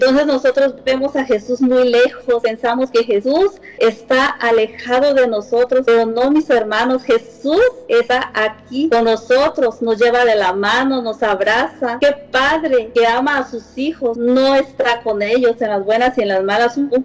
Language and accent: Spanish; Oaxaca, Mexico; soy allá de un pueblito chiquito allá del estado de Oaxaca, allá en la sierra.